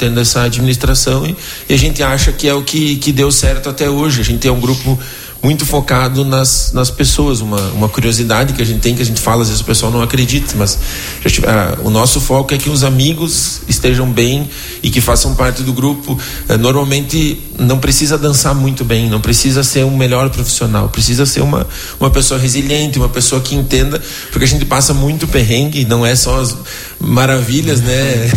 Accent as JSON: {"language": "Portuguese", "country": "Brazil", "said": "a gente passa muito trabalho explicando que a gente é do Brasil."}